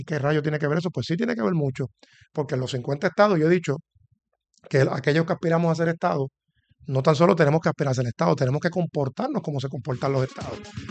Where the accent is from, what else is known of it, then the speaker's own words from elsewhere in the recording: Puerto Rico; como puertorriqueños y puertorriqueñas